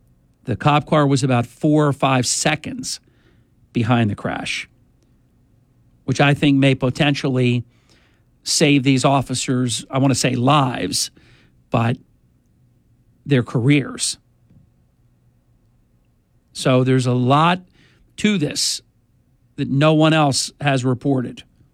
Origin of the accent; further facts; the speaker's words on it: United States; Just as an American, I was so proud.